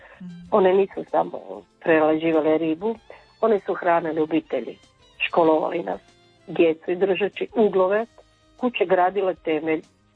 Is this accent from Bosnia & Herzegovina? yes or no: no; Rovinj, Istria County, Croatia; Ja sam rođena u ulici u Rovinju u Augusta Feri, a kroz tu ulicu su prolazile sve te žene. Uh-huh. Odrasla sam u zvukove i mirise starog Rovinja, uz priče o ribarima i moru.